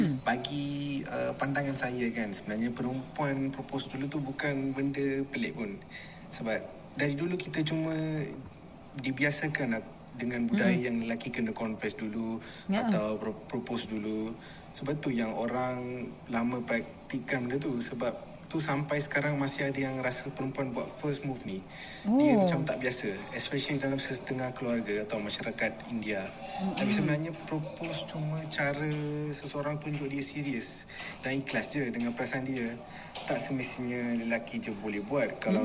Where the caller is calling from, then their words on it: Kemaman, Terengganu, Malaysia; Saya dari Kampung Terengganu, Kemaman. So, saya seorang India lah. Saya seorang dari budaya India.